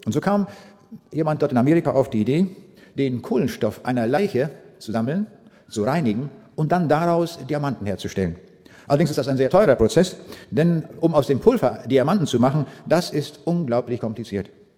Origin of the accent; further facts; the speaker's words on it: Braunschweig, Lower Saxony, Germany; Lengede liegt ganz in der Nähe von Braunschweig, wo ich herkomme.